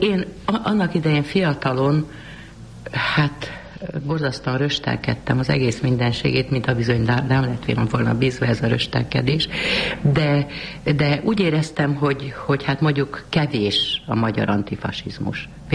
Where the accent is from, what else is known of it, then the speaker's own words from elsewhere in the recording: Budapest, Hungary; born there; Budapesten, de csak Kishíján. A szüleim Erdélyből jöttek ki az első világháború után, és én a nagy zűrzavarban még gyorsan Pesten megszülettem nekik.